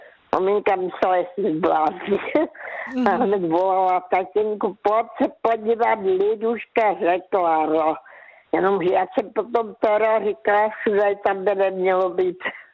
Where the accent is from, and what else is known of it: Karolinka, Zlín Region, Czechia; born there